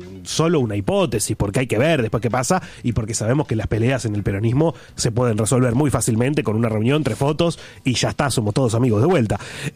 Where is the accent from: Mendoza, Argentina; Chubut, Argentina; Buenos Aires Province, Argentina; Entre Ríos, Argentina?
Buenos Aires Province, Argentina; La Matanza; yo soy de La Matanza.